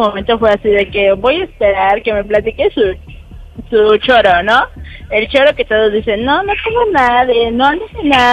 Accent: Mexico City, Mexico; De la Ciudad de México.

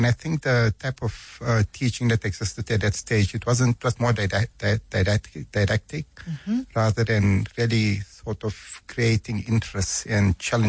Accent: Indonesia; But at the same time, it's quite interesting. In fact, Indonesia at that time was probably much m

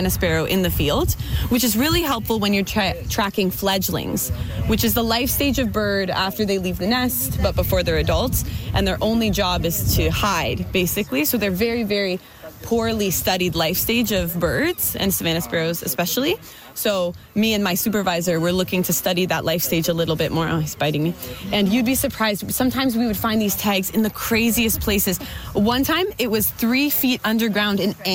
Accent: Guelph, Ontario, Canada; I'm from Guelph, Ontario.

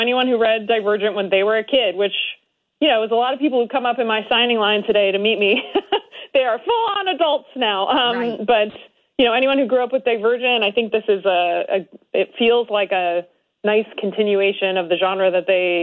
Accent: Illinois, United States; I grew up in the suburbs of Chicago.

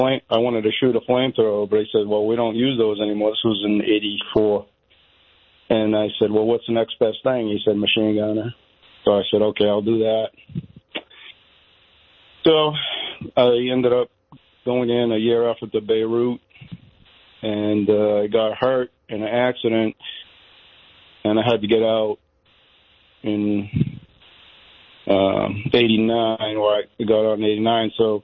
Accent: Chelmsford, Massachusetts, United States; now in Yorktown, United States; I mean, I'm from Mass, north of Boston, from Chelmsford.

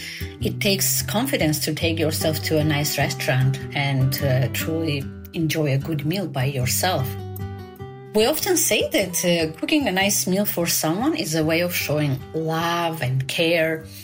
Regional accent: Barcelona, Catalonia, Spain; from Barcelona in Spain.

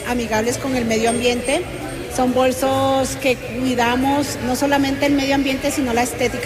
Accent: Sincelejo, Sucre, Colombia; born there; Yo nací en Sincelejo, Sucre, pero soy cundiboyacense de corazón.

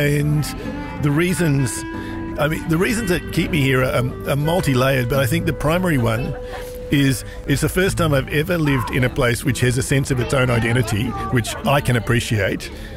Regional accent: Alice Springs, Northern Territory, Australia; it's still something that makes me understand that I'm from Alice Springs and that means something.

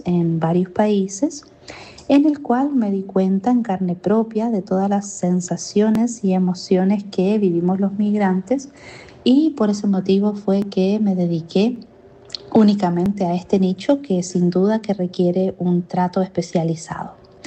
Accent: Chile; moved away as an adult; now in Havana, Cuba; soy chilena, psicóloga transpersonal

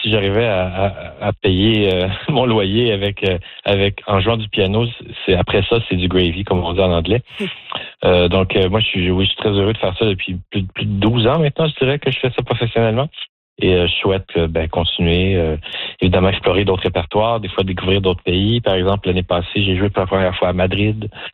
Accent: Joliette, Quebec, Canada; Moi, j'ai grandi à Joliette au Québec, petite ville francophone à 1 heure de Montréal.

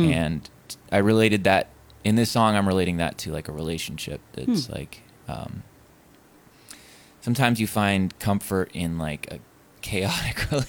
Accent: El Paso, Texas, United States; born there; I was born in El Paso, Texas

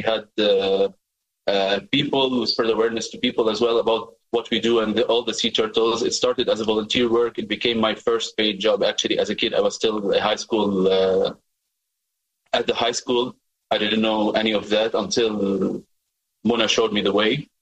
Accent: Mansouri, South Governorate, Lebanon; I was a kid from the Al-Mansouri town. I was on the beach, swimming like everyone else.

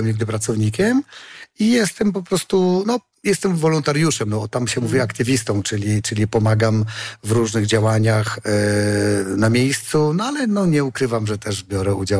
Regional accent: Rospuda valley, Podlaskie Voivodeship, Poland; Ja się wychowałem troszkę nad Rozpudą, bo mój tato pochodzi z Raczek.

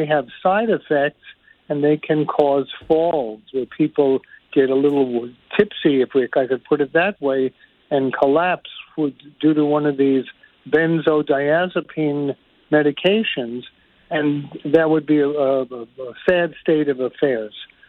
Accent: Brooklyn, New York, United States; I'm from Brooklyn.

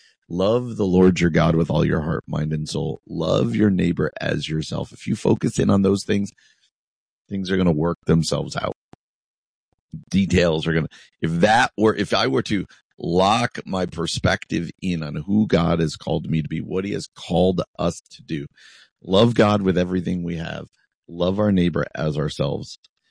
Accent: New Jersey, United States; I remember growing up in New Jersey

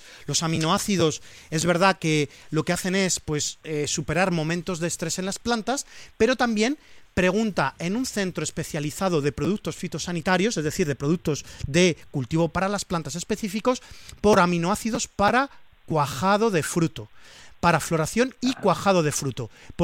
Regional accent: Valencian Community, Spain

